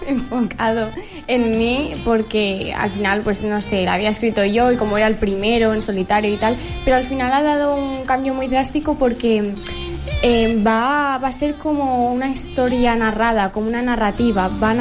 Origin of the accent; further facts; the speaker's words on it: L'Hospitalet de Llobregat, Catalonia, Spain; Yo soy de Hospitalet. ¡Olé! Hospitalet de Llobregat.